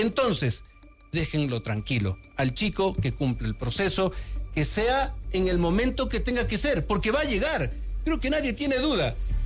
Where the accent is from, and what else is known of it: Ecuador